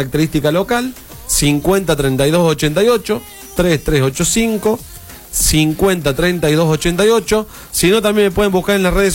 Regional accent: Laboulaye, Córdoba, Argentina; yo soy oriundo de La Bulaye justamente

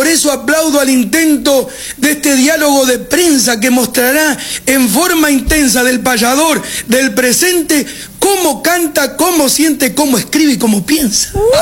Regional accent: Melo, Argentina; soy de Melo.

